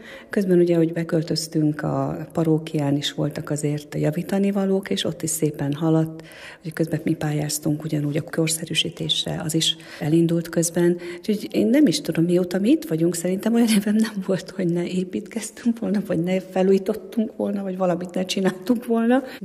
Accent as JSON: {"language": "Hungarian", "region": "Borsod-Abaúj-Zemplén", "country": "Hungary", "moved": "yes", "lives_now": "Hangács, Hungary", "said": "én egyébként Borsod-Gömöri vagyok"}